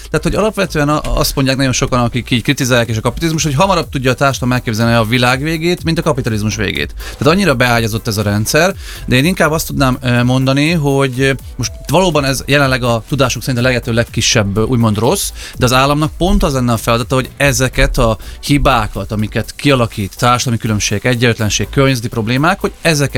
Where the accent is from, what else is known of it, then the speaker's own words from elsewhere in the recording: Szentes, Csongrád-Csanád, Hungary; én is Szentesi tanyavilágból származok, tehát termelünk, van egy ilyen bekötődésem